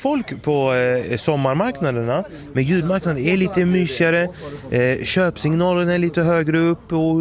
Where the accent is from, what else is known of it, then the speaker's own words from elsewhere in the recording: Skåne, Sweden; jag är ju från Skåne